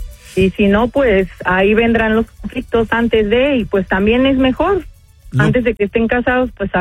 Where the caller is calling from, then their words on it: Colorines, State of Mexico, Mexico; Soy de un pueblito que se llama Colorines, de Valle de Bravo, Estado de México